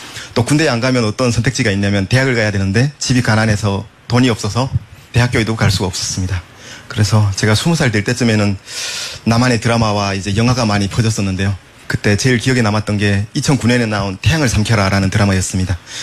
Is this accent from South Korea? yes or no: no; North Korea; moved away; 죽더라도 나는 남조선으로 가겠습니다라고 말씀을 드렸고요. 그래서 제가 어머니에게 말씀드리고 난 이후로 바로 탈북한 건 아니고요.